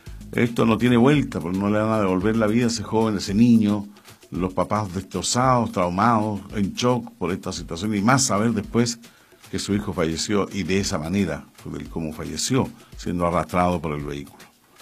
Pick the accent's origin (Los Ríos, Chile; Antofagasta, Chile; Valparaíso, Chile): Valparaíso, Chile; nosotros somos de Playa Ancha, de Valparaíso